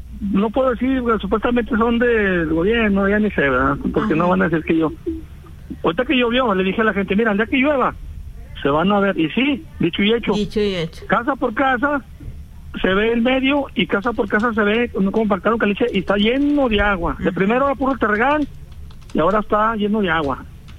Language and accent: Spanish; Monclova, Coahuila, Mexico; Aquí no sé dónde, en la ciudad de Monclova, no, somos de Monclova.